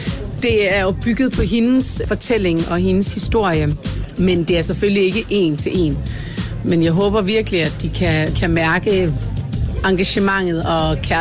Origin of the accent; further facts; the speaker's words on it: Skanderborg, Central Denmark Region, Denmark; Altså, mine forældre og min søster, de bor i Skanderborg. Det er også der, hvor jeg er opvokset.